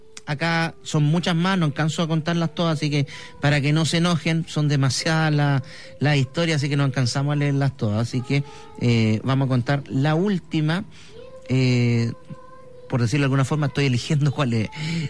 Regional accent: Ovalle, Coquimbo, Chile; Soy de Ovalle, y en el año 2006, cuando tenía 12 años, participé de un campamento de verano con mi hermana y unas amigas del colegio.

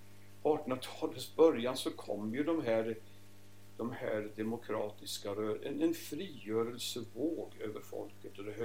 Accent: Örebro County, Sweden; Närke. Det här är min hembygd. Vi sitter här i Närke nu, mina hembygder.

